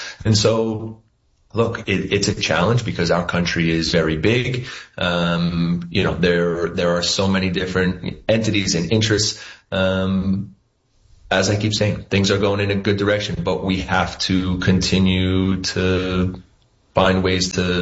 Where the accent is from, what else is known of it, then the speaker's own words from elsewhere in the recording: Princeton, New Jersey, United States; born there; I was born in Princeton, New Jersey.